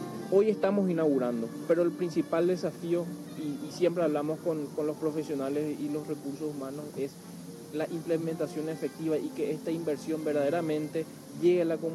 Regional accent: Paraguay; como paraguayos verdaderamente tenemos que decir de que estamos a la vanguardia en materia de primera infancia.

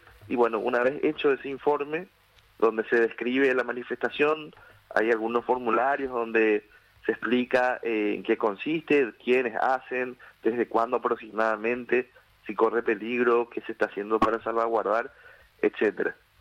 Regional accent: Paraguay; nosotros como paraguayos y paraguayas no tenemos a la chipa solamente como un alimento

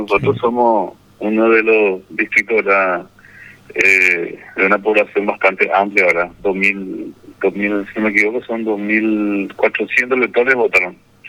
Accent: Mayor José J. Martínez, Ñeembucú, Paraguay; nosotros somos un lugar costero

